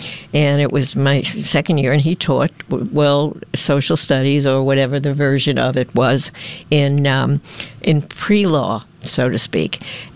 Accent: New York City, New York, United States; I was living in Manhattan, but in New York City. I grew up in New York City, but it was a small town way.

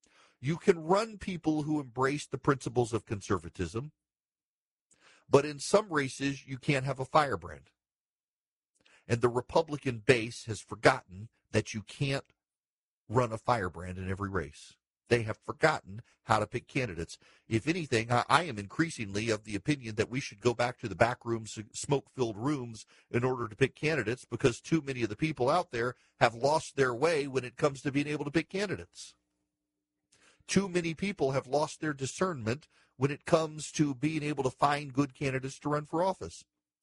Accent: Georgia, United States; And I see it in my home state of Georgia so clearly right now

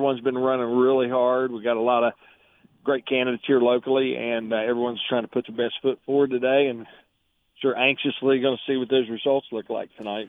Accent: Pax, West Virginia, United States; my hometown of Pax

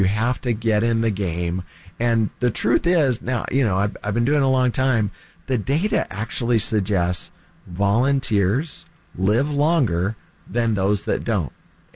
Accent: Texas, United States; moved away as an adult; now in San Antonio, United States; I grew up in North Texas and worked for the North Texas Food Bank in the Dallas-Fort Worth area for many years.

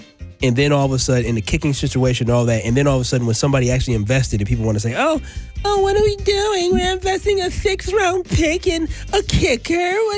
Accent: Whitefish Bay, Wisconsin, United States; growing up in Whitefish Bay

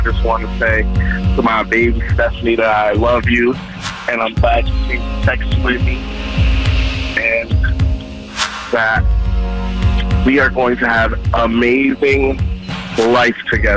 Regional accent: Texas, United States; Texas is my home state, so I love it.

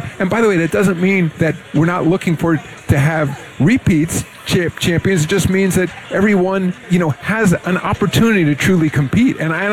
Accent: New York City, New York, United States; I'm a New Yorker, you know, so, and I was alive for the last two, you know, so I was around.

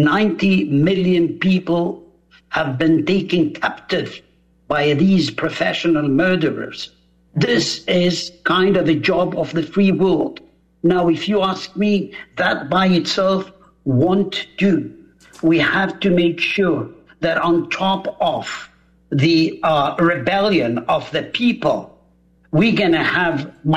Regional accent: Israel; we Israelis

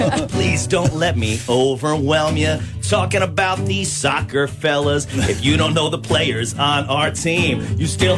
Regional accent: New York City, New York, United States; as you guys know, before I moved here, I grew up in New York City, so this is a very big week for me.

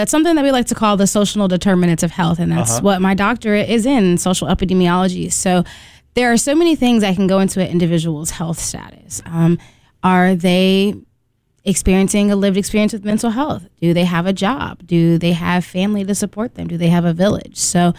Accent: Springfield, Illinois, United States; I'm born and raised in Springfield, Illinois. I was raised on the east side. Graduated from Southeast High School before heading off to Mizzou for undergrad.

